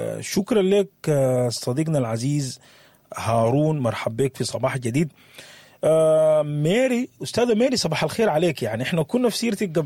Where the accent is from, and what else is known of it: Sudan